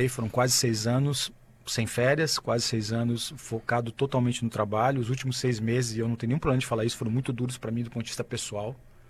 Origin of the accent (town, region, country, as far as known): Rio Grande do Sul, Brazil